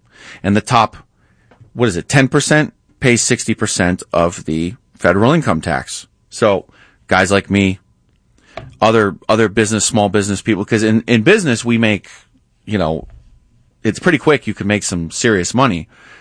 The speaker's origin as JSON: {"language": "English", "region": "New York", "country": "United States", "tie": "born or raised there", "said": "You know, I grew up in New York."}